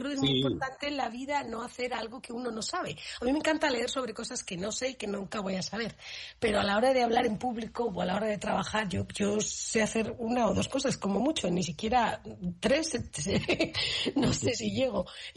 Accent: Spain; moved away as an adult; now in United States; soy española, pero me mudé, emigré a Estados Unidos en los años 90

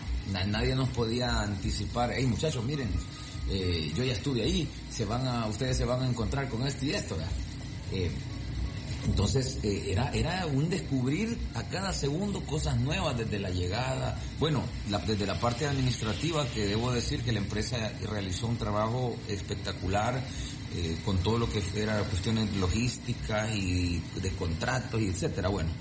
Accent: El Salvador; somos salvadoreños

